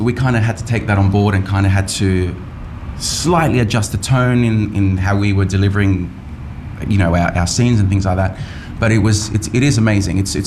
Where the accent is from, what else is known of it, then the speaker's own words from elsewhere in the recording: Australia; moved away as an adult; also born or lived in Chile; now in France; because I had a bilingual upbringing because I was born in Chile, I grew up in Australia